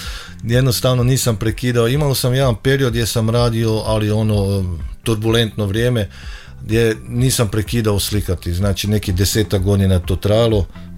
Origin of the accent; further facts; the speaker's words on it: Gabajeva Greda, Koprivnica-Križevci County, Croatia; rođen sam u Gabajevoj Gredi 68. godine, općina Hlebine, i kako se kaže, gdje sam rođen, evo tu i živim, u Podravini.